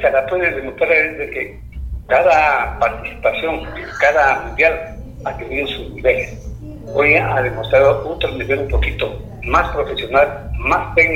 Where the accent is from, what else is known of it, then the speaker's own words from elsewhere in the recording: Ecuador; Como ecuatoriano, quiero y les deseo de todo corazón que el equipo nuestro salga por la parte.